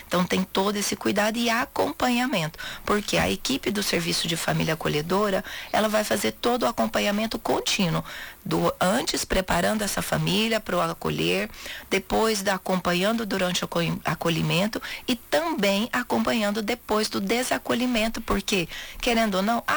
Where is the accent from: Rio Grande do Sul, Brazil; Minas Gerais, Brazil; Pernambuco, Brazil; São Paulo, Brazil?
Minas Gerais, Brazil; moved away as an adult; now in Sorriso, Brazil; não sou daqui, eu sou mineira, né? Mas já estou há 16 anos aqui em Sorriso.